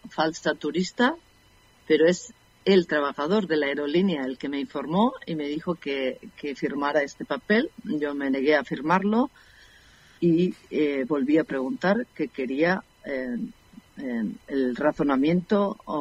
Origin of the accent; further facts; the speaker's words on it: Basque Country, Spain; now in Switzerland; yo soy vasca